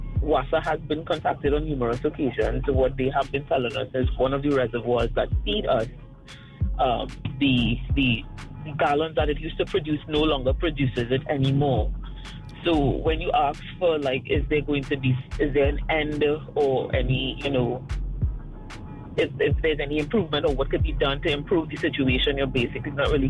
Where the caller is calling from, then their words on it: Trinidad & Tobago; I am from the Darbadian environs area